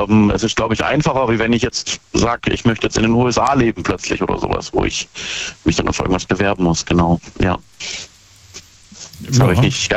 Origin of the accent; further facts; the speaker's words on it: Brackenheim, Baden-Württemberg, Germany; Hey, ich komme aus Brackenheim.